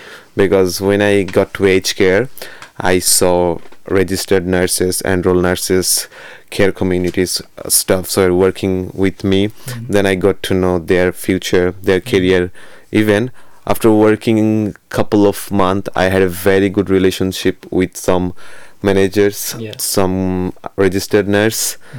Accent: Bangladesh; moved away as an adult; now in Australia; I'm from Bangladesh, obviously. I've been living in Australia around 1.5 years. I came to Australia in 2025 in February 8th.

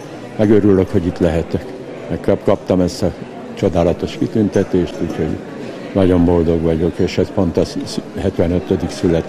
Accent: Budapest, Hungary; Magyarország a hazám és Kőbánya. Én itt születtem a Gizellába, és itt lakom Kőbányán, és ide kötnek a szép emlékek.

